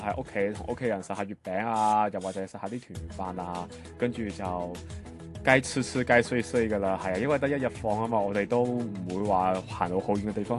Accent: Macau; 我是嚟自中国澳门的

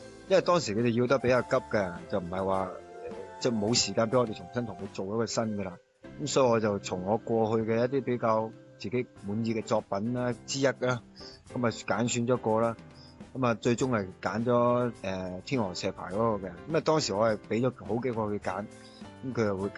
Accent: Guangdong, China; 我哋廣府人

